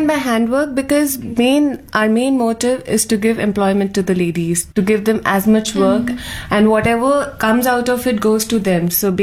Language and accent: English; Ahmedabad, Gujarat, India; Actually, I'm from Ahmedabad